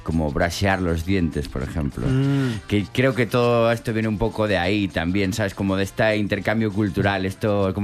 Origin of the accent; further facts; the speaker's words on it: Galicia, Spain; nosotros que somos de Galicia